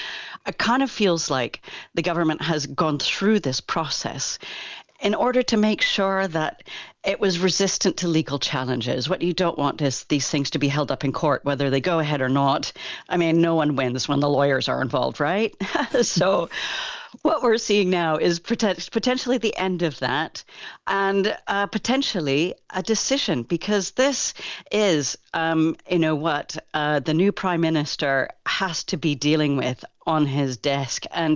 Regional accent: Kelowna, British Columbia, Canada; moved away; I'm from Kelowna.

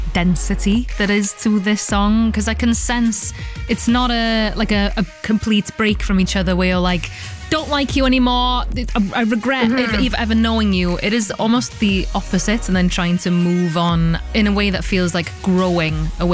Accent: Wales, United Kingdom; I'm a Welsh gal

